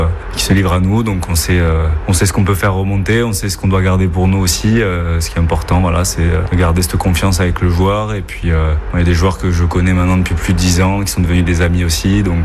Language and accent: French; Toulouse, Occitanie, France; moved away as an adult; also born or lived in Madrid, Spain; J'ai fait mes études en Espagne, à Madrid, et donc du coup c'est là où j'ai fait un peu de rugby mais à 15. Je suis originaire de Toulouse, donc quand je suis revenu à Toulouse après